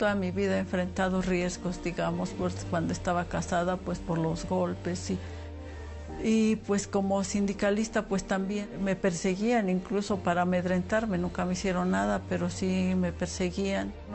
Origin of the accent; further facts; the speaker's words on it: Hidalgo, Mexico; Ser mujer aquí en mi pueblo, pues era complicado. Sobre todo viviendo mujeres solas, en nuestro caso. Mi madre batallaba con sus tres hijos sola. Un buen día, como a los 16, un poquito antes de los 16, agarré mis cosas y me fui de aquí.